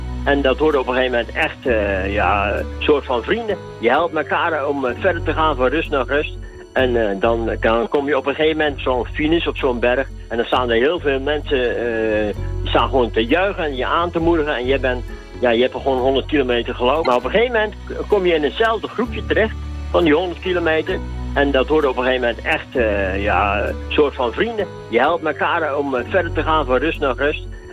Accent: Dordrecht, South Holland, Netherlands; uit Dordrecht. Ik ben 68 jaar.

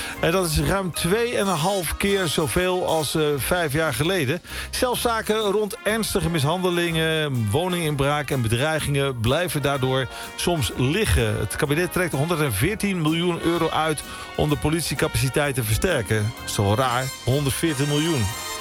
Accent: 't Harde, Gelderland, Netherlands; tot zover mijn omgeving, waar ik vandaan kom, het harde.

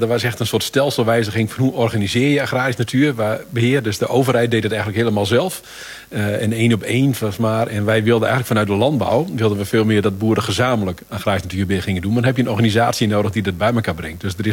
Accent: Groningen, Netherlands; Maar we hadden in het noorden van Nederland, waar ik vandaan kom, en ik kom in Groningen

